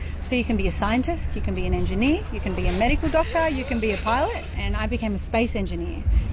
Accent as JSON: {"language": "English", "country": "Australia", "said": "When I grew up, I found out that to be an astronaut as an Aussie would be extremely unlikely. At the time, we didn't even have a space agency."}